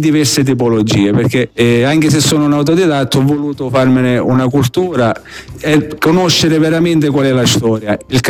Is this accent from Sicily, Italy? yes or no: yes; Ribera, Sicily, Italy; born there; raccontando la storia del mio paese. Infatti ho voluto mettere al centro, ho pitturato il simbolo di Ribera, la torre, con San Nicola che è il nostro patrono